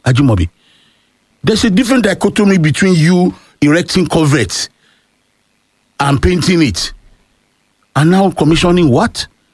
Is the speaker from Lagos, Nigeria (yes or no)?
yes; Lagos, Nigeria; also born or lived in Ibadan; I was born and bred in Lagos, but my father had a culture. I'm his firstborn, so he usually bring me to Ibadan for my long vacation.